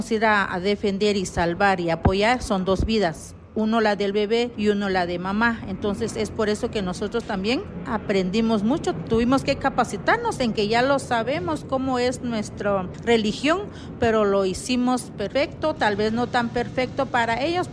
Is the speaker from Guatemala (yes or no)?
yes; Alta Verapaz, Guatemala; first language Q'eqchi'; Spanish is a second language; soy de Alta Verapaz y mi idioma es Quechí.